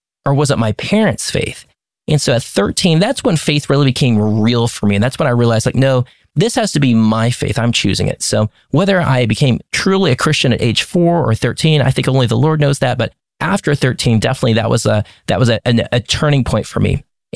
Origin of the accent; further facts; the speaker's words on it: Austin, Texas, United States; So I grew up in the Austin area my whole life.